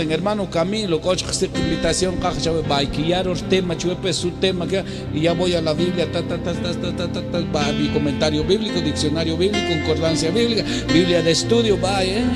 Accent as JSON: {"language": "Spanish", "region": "Quetzaltenango", "country": "Guatemala", "tie": "born or raised there", "said": "yo crecí en Shela, 10 en Hnab, Shineketzaltenango"}